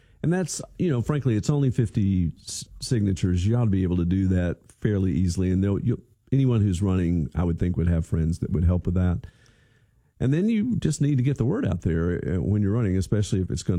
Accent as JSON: {"language": "English", "town": "Birmingham", "region": "Alabama", "country": "United States", "tie": "born or raised there", "also_born_or_lived": "Bloomington, Indiana", "moved": "yes", "lives_now": "Columbia, Missouri, United States", "said": "I grew up in Birmingham."}